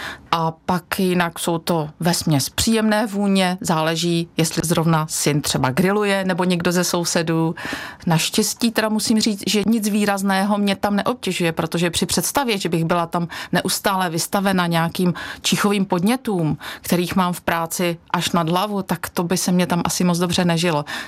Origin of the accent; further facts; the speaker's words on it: Strání, Zlín Region, Czechia; now in Beroun District, Czech Republic; pocházím z Moravského Slovácka, z vesničky Strání, která leží v Bílých Karpatech.